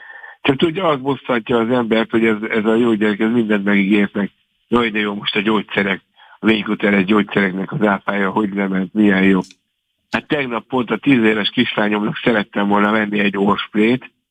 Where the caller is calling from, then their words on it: Budapest, Hungary; Hát én budapesti vagyok